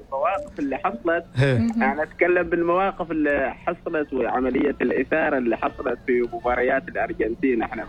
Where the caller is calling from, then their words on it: Al-Musanaah, Al Batinah South, Oman; والله أكلمكم من المصنعة